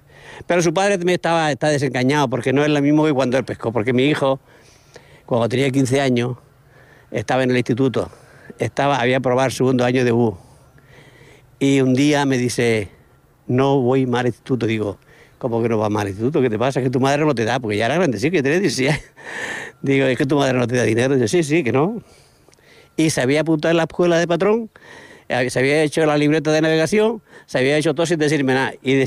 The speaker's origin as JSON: {"language": "Spanish", "town": "Mazarrón", "region": "Region of Murcia", "country": "Spain", "moved": "yes", "lives_now": "Cartagena, Spain", "said": "Yo soy de Mazarrón."}